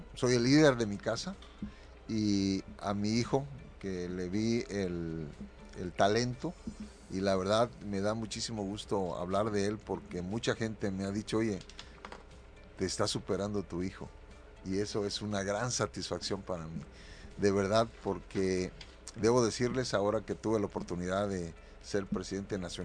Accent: Acapulco, Guerrero, Mexico; Soy nativo de Acapulco, de una familia totalmente nativa

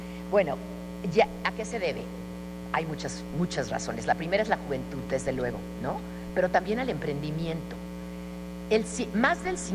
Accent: Mexico; Otra de las características que a mí me fascinaron como mexicana que soy es que las mexicanas se sienten listas para ser líderes.

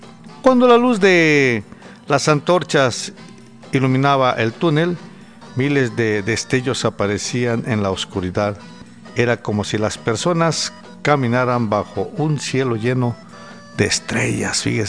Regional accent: Mexico

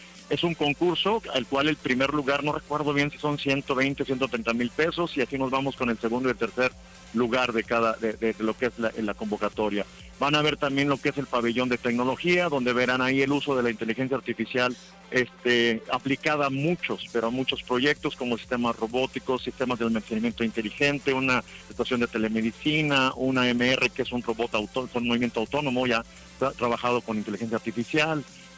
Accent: Mexico; de qué somos capaces los mexicanos aquí en Aguascalientes

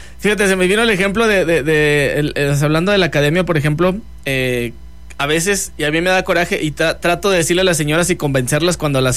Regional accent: Mexico; Somos buenos mexicanos.

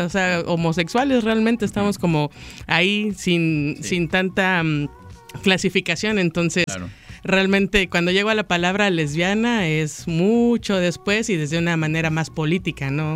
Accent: Chiapas, Mexico; soy de Chiapas y ahí siempre pasan muchas cosas

